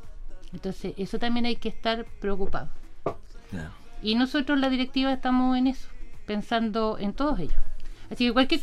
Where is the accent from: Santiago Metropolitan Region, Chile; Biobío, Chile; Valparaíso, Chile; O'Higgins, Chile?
Santiago Metropolitan Region, Chile; Puente Alto; moved away; yo soy de Puente Alto, yo cuando llegué acá hace como 15 años